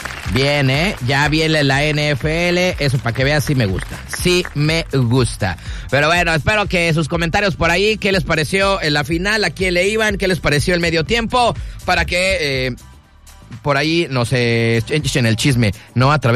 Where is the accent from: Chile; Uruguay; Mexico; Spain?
Mexico